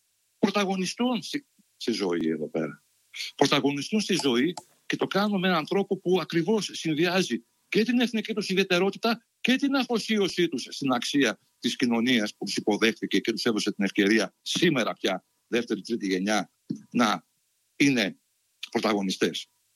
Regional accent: Greece; σαν Έλληνα

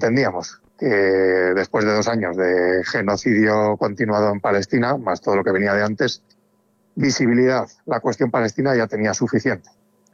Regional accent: Valladolid, Castile and León, Spain; Bueno, pues lo primero que cabe decir es que somos de Valladolid.

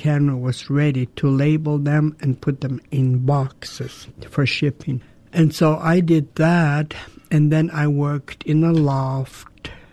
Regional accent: Douglas, Alaska, United States; I was born and raised in Douglas. I belong to the Raven clan. I come from the Whale House in Tlokwan.

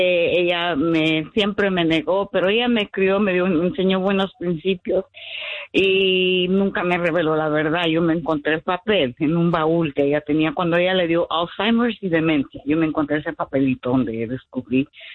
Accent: Chihuahua, Mexico; born there; Ah, sí tengo sí sé que soy chihuahuense.

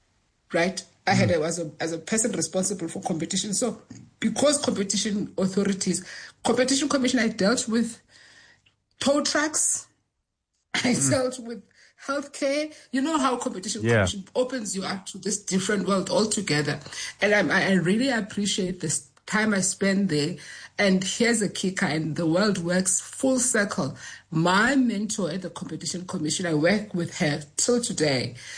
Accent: Mdantsane, Eastern Cape, South Africa; I was born in a township called Mdanzani there. So I'm born and bred in the Eastern Cape, yes.

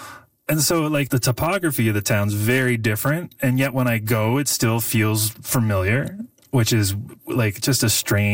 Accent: Summerside, Prince Edward Island, Canada; just because that sort of experience that I had growing up in Summerside isn't, like, it's not the definitive growing up Canadian experience, but it is a growing up Canadian experience.

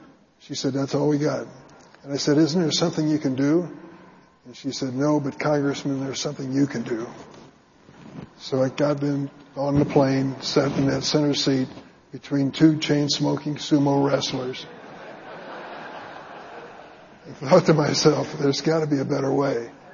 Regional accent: East St. Louis, Illinois, United States; born or raised there

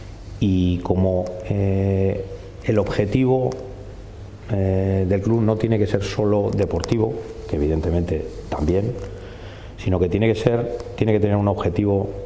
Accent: Santander, Cantabria, Spain; yo soy un santanderino de pro, de los que lo sienten, estoy enamorado de mi ciudad.

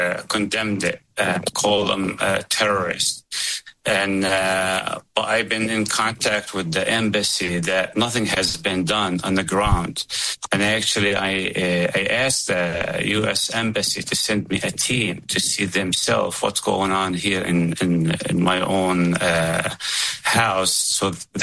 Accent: Kusra, West Bank, Palestine; now in United States; I have a lot of emotion in Kusra. I was born and raised in Kusra. My mother, 83 years old, is still in Kusra.

